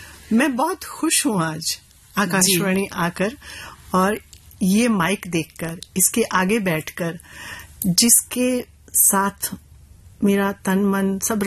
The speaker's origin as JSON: {"language": "Hindi", "region": "Himachal Pradesh", "country": "India", "tie": "born or raised there", "said": "मैं हिमाचल की रहने वाली हूँ और मेरे नाना, जिनके यहाँ मेरा पालन पोषण हुआ, वो हिंदी नहीं जानते थे, स्क्रिप्ट नहीं जानते थे, तो उनको सिर्फ अंग्रेजी और उर्दू आता था और वहाँ उर्दू का काफी चलन है"}